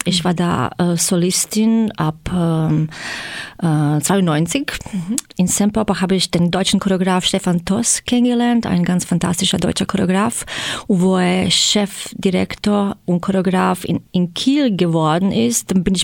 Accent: Zagreb, City of Zagreb, Croatia; German is a second language; moved away; Okay, ich komme aus Kroatien, in Zagreb geboren. Mhm. Und hier zugezogen in August, vor einem Monat jetzt.

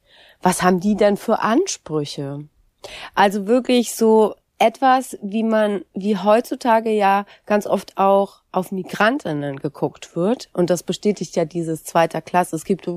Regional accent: West Germany, Germany; für mich als Westdeutsche

